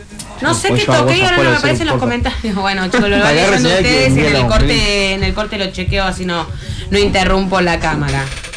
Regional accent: Argentina; Nos tocó sufrir como siempre todos los argentinos. Si no sufrimos, no somos argentinos

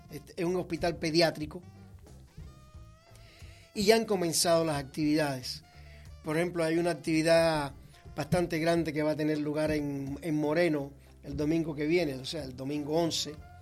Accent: Cuba

